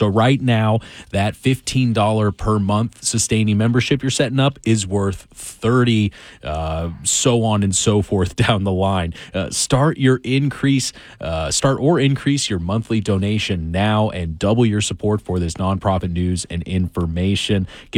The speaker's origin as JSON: {"language": "English", "town": "Plano", "region": "Texas", "country": "United States", "tie": "born or raised there", "said": "Personally, I grew up in North Texas. Shout out to Plano."}